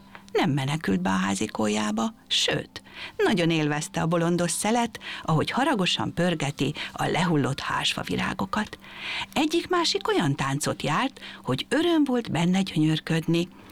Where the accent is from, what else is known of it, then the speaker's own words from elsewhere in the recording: Kapuvár, Győr-Moson-Sopron, Hungary; és Kapuvárból jöttem.